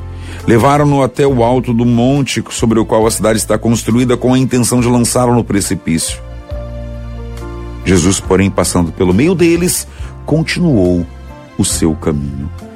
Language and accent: Portuguese; Itapetim, Pernambuco, Brazil; born there; moved away; tem um lugarzinho chamado Sítio Miguel, lá em São Vicente, Itapetim, Pernambuco. Meu Pai Celeste, o lugar é longe. Lá, se hoje tiver 2.000 habitantes, é muita coisa. Foi onde eu nasci.